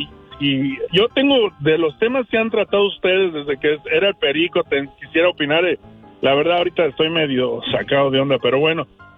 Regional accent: Morelia, Michoacán, Mexico; yo era un borracho allá en Morelia, de donde yo soy de Morelia

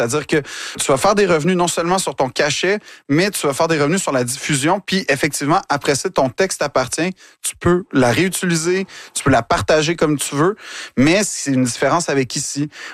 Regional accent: Quebec, Canada; C'est quand je dis que je suis Québécois jusqu'au bout des doigts, mais c'est je le sens à tous les jours.

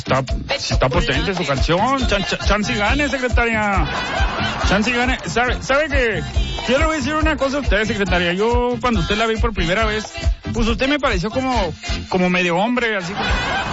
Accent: Madera, Chihuahua, Mexico; pues yo como un caballero que soy, así me criaron ahí en Madera de Chihuahua.

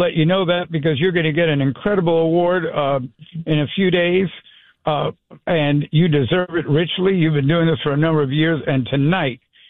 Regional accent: Long Island, New York, United States; I grew up on Long Island.

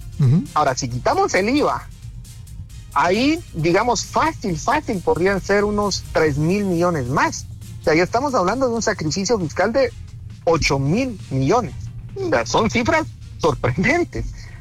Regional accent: Guatemala

